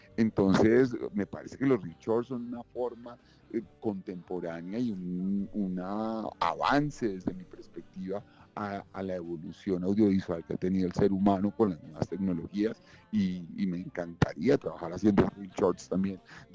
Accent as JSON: {"language": "Spanish", "region": "Huila", "country": "Colombia", "tie": "born or raised there", "said": "a mí me encanta el Huila, crecí en el Huila, en la región arrocera, desde Neiva hasta San Agustín, y es un lugar maravilloso."}